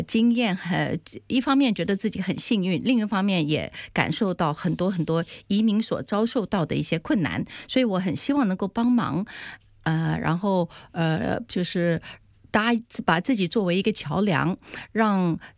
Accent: Taiwan; 很巧合的一件事情，我小的时候在台湾，我就很喜欢看，

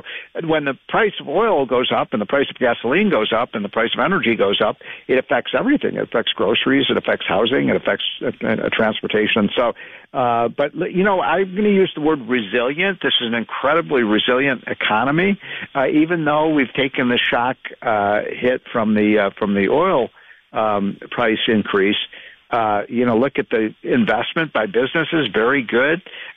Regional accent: Chicago, Illinois, United States; I remember when I was a kid in my, 16 years old growing up in Chicago

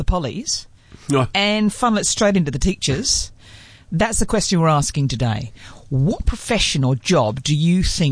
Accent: England, United Kingdom; now in Joondalup, Australia; That's all I'm saying because I'm English.

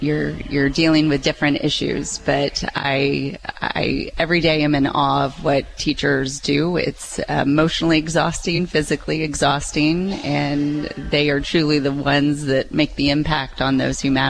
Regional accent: Pittsfield, Illinois, United States; moved away as an adult; now in Rochester, United States; In Pike County. So Pittsfield is my hometown.

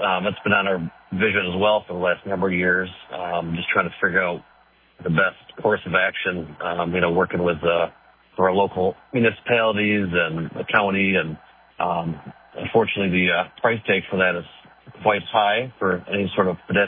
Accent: Zeeland, Michigan, United States; when I was a kid growing up in Zeeland, you could take your bike across the business loop, and it wasn't busy, but it wasn't too bad.

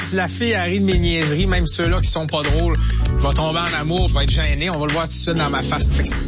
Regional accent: Saguenay, Quebec, Canada; Je viens du Saguenay.

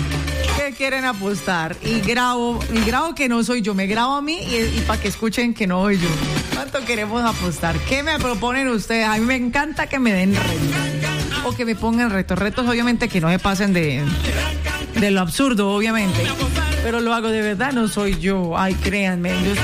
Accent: Cali, Valle del Cauca, Colombia; nos unimos más como caleños

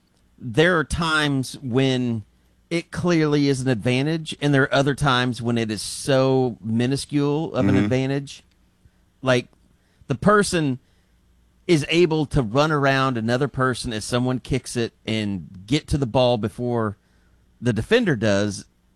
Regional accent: Scotland, United Kingdom; As a Scotsman

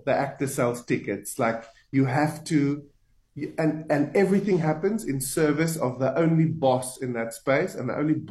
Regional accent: Limpopo, South Africa; I'm from a tiny town in Limpopo called Luitrichard.

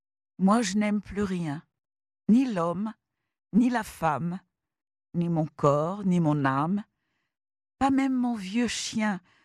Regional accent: France; now in Jerusalem, Israel; יום החג הלאומי של צרפת, ארץ מולדתי, מכורתי, מאוד אהבתי. לחיות בצרפת, אבל הרבה יותר מזה 50 שנה בירושלים כישראלית.

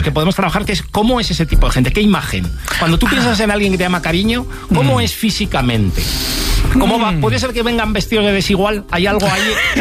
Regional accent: Madrid, Community of Madrid, Spain; O sea, yo soy madrileño, pero poco sociable.

